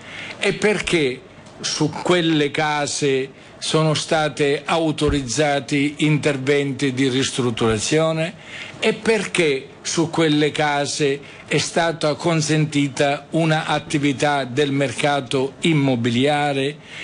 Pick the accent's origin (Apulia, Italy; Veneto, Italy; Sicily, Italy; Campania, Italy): Sicily, Italy; io ho 71 anni, onorevole interrogante, sono siciliano